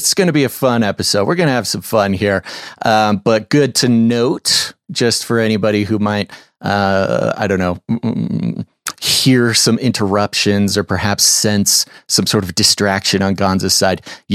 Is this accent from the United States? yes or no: yes; United States; it's kind of weird being an American watching that happen over there